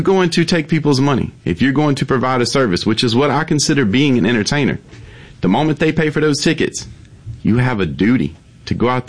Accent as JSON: {"language": "English", "region": "Mississippi", "country": "United States", "tie": "born or raised there", "said": "growing up in Mississippi"}